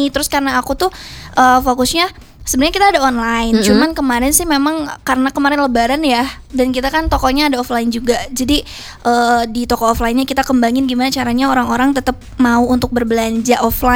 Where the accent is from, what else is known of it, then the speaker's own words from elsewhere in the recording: Bandung, West Java, Indonesia; Sebenarnya aku lahir di Bandung, okay. Cuman mama Sunda, papa Ambon gitu.